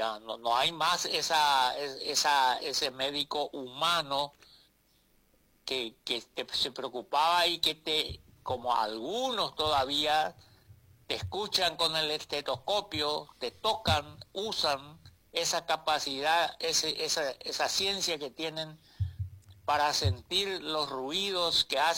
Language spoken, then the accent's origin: Spanish; Paraguay; por nuestra experiencia como paraguayos